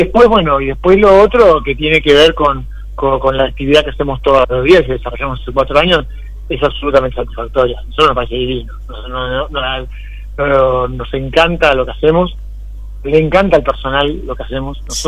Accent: Buenos Aires, Argentina; accent: porteño; por más que mi tonada sea porteña

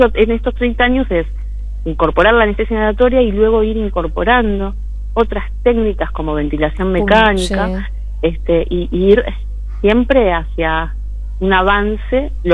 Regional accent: Argentina; somos de Buenos Aires, sí, y tenemos la posibilidad hermosa de viajar por todo nuestro país

